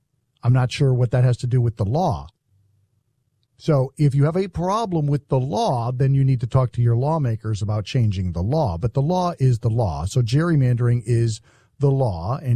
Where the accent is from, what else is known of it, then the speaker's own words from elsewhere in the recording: New England, United States; I'm originally from New England.